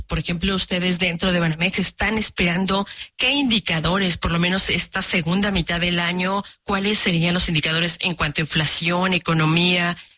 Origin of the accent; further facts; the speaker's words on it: Mexico; influyen en nuestro bolsillo como mexicanos